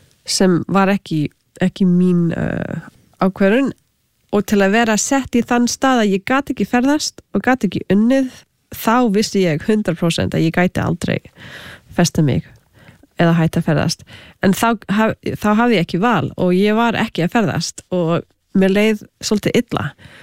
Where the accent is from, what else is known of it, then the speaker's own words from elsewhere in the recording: Canada; Icelandic is a second language; also born or lived in United States / Australia; ég ólst upp í Kanada með halv indverskri móðir frá Suður Ameríku svo ég var þegar alþjóðlegt barn og með nokkuð tungumál sem ég gat notað